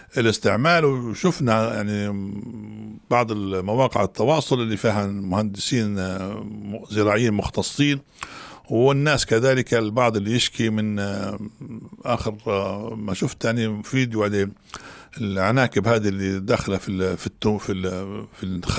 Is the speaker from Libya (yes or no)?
yes; Libya; وأنتم نعرفوا وإحنا كنا كليبيين نعرفوا استنزاف الأرض